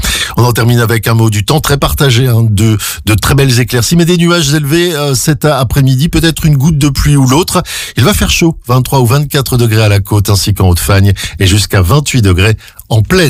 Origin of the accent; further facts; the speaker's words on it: Belgium; chez nous en Belgique